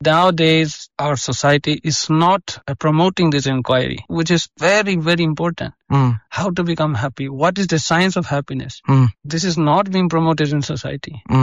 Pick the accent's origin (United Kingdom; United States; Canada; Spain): Spain; So actually … Many might be questioning why … if I'm a Spanish person.